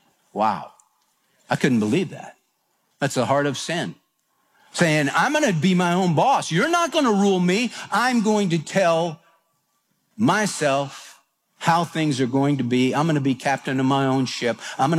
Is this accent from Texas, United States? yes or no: yes; Houston, Texas, United States